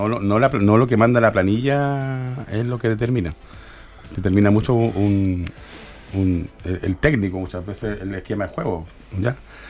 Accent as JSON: {"language": "Spanish", "town": "Concepción", "region": "Biobío", "country": "Chile", "said": "Yo soy de Concepción, también salí de Cancha."}